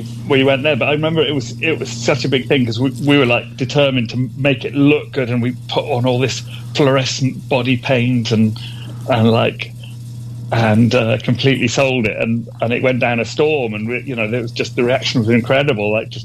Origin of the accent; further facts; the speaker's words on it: Gloucester, South West England, United Kingdom; I was from Gloucester